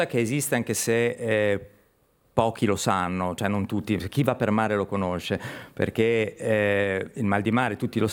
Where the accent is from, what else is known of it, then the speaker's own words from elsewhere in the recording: Chiavari, Liguria, Italy; Esatto, e poi comunque sono sempre tornato a Chiavari. Me ne sono reso conto di quanto sia attaccato alla mia terra andando a vivere al di là